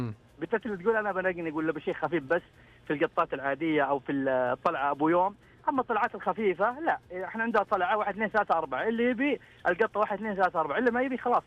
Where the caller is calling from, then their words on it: Jazan, Jazan Province, Saudi Arabia; من جازان.